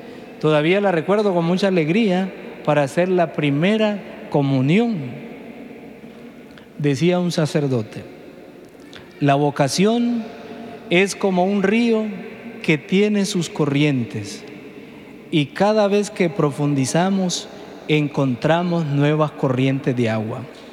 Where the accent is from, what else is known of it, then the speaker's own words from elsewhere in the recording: Agua Caliente de Linaca, Choluteca, Honduras; now in Tegucigalpa, Honduras; Primero mis hermanos mayores en mi pueblo, Agua Caliente de Linaca, Choluteca. El estudio solo llegaba hasta el 7º grado.